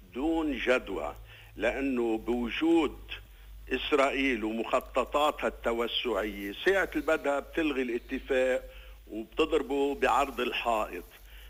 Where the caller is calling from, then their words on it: Lebanon; نحن كلبنانيين